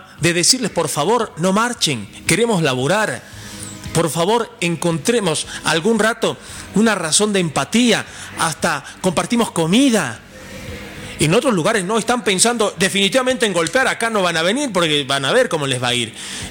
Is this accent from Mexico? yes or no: no; Bolivia